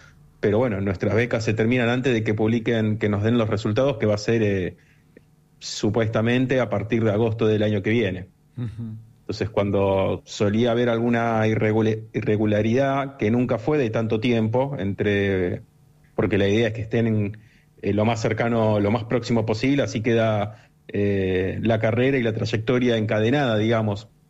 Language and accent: Spanish; Buenos Aires, Argentina; now in Puerto Madryn, Argentina; yo, en mi caso particular, por ejemplo, soy de Buenos Aires, me vine acá a Puerto Madryn hace 3 años con el doctorado.